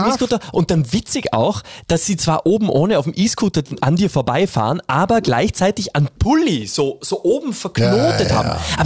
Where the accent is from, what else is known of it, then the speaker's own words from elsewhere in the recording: Vorarlberg, Austria; Wir sind Vorarlberger, wir sind ja keine Wiener